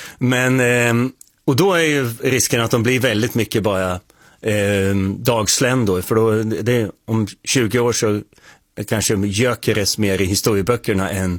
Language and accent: Swedish; Åtvidaberg, Östergötland, Sweden; Jag är från Åtvidaberg, så jag är från Götaland.